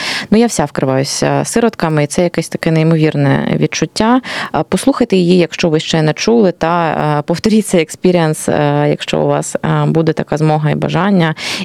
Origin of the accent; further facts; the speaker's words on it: Kharkiv, Kharkiv Oblast, Ukraine; А от чому, коли я з Харкова приїжджаю в Київ